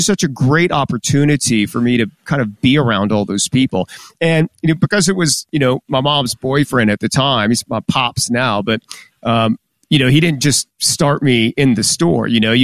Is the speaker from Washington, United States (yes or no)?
no; Baton Rouge, Louisiana, United States; born or raised there